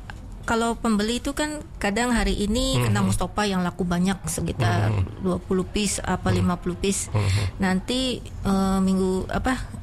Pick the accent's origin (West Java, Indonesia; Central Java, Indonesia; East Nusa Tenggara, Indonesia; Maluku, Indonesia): West Java, Indonesia; Saya asli Cirebon, Pak.